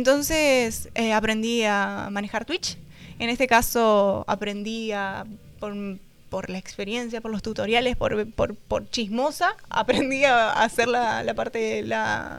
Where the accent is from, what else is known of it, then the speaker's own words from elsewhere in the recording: Avellaneda, Santa Fe, Argentina; Yo soy de Avellaneda